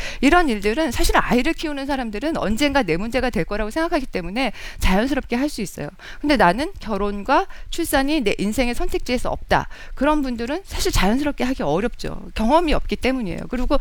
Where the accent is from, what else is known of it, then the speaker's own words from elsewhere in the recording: South Korea; born there; 아 정말 여기서 태어나서 너무 다행이다